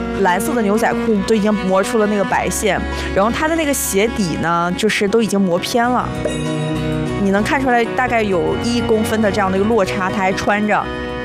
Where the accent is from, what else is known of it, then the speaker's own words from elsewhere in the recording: Heilongjiang, China; now in Beijing, China; 我是东北人。哦，黑龙江人。